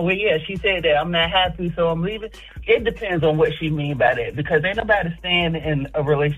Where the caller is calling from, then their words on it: Virginia Beach, Virginia, United States; … from Virginia Beach.